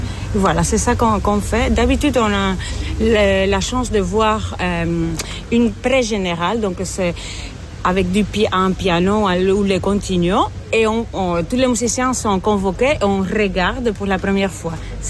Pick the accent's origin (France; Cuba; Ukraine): Cuba; now in Namur, Belgium; je suis cubaine et ça fait 23 ans que j'habite à Namur.